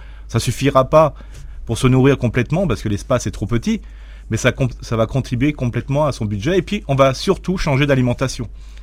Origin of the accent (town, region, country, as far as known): Grand Est, France